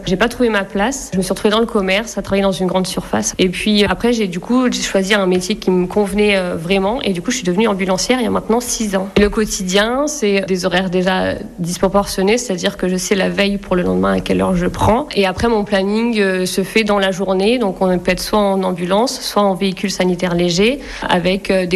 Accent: Grand Est, France; moved away as an adult; now in Landes, France; J'ai grandi donc dans l'Aube, le 10 précisément, où j'ai fait mes études donc dans diverses écoles. J'ai grandi entourée de mes 3 frères

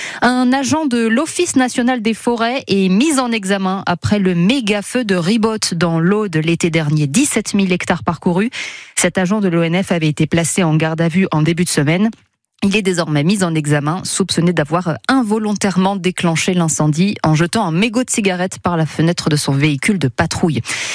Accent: United Kingdom; accent: English; French is a second language; Vous souriez de mon accent anglais ?

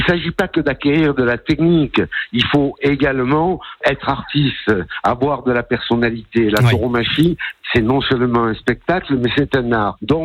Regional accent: Nîmes, Occitanie, France; Bien sûr, je suis né à Nîmes.

